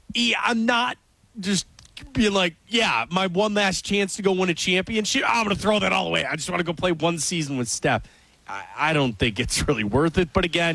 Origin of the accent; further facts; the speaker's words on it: Akron, Ohio, United States; Because I'm not from Cleo. I'm from Akron. That's different, you know, and I'm not, you know, from there.